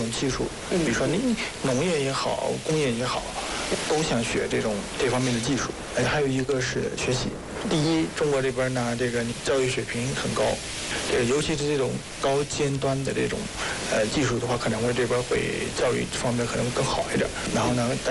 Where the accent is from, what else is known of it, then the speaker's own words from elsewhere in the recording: Myanmar; 我们缅甸那边的这个潜意识里边，卖花不可能有这么大，像个大商场那种。